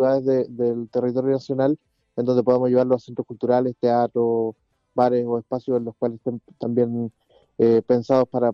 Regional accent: La Unión, Los Ríos, Chile; Yo soy de la comuna de La Unión, provincia del Ranco, región de Los Ríos.

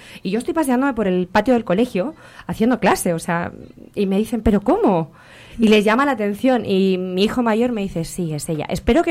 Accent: Catalonia, Spain; moved away; Soy catalana, parlo catalá

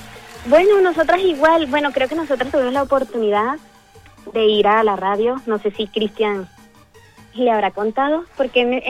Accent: Maracay, Aragua, Venezuela; now in Santiago, Chile; yo soy de Maracay, Estado de Aragua.

